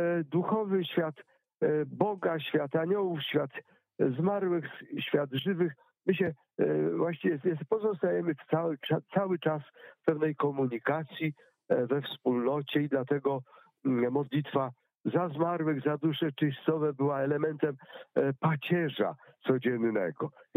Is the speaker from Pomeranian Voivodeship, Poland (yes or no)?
yes; Pomeranian Voivodeship, Poland; born or raised there